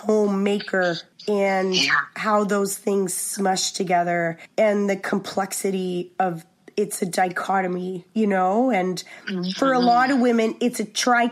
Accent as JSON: {"language": "English", "area": "Cape Breton", "region": "Nova Scotia", "country": "Canada", "said": "I'm from Cape Breton, so I love me a benefit"}